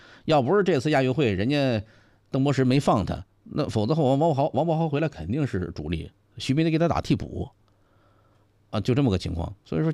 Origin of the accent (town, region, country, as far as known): China